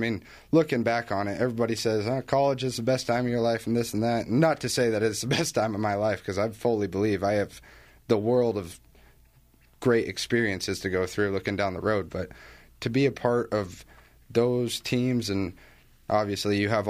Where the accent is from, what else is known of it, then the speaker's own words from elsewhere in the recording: Eaton, United States; So I'm from Eaton.